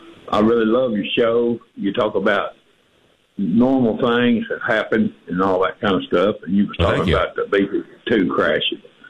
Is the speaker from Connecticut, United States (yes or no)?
no; Bangor, Maine, United States; born or raised there; also born or lived in Mississippi